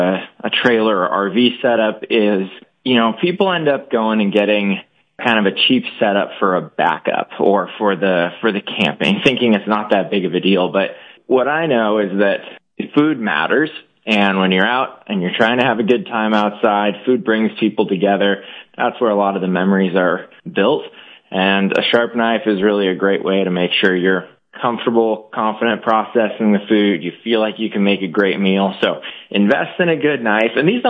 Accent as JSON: {"language": "English", "town": "Spokane", "region": "Washington", "country": "United States", "tie": "born or raised there", "said": "I grew up in Spokane, Washington. So just outside of Spokane, there's a lake called Sullivan Lake, maybe 2 hours north."}